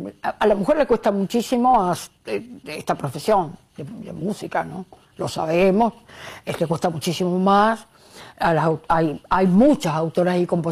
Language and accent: Spanish; Corrientes, Argentina; born there; moved away; no vivo en Corrientes hace mucho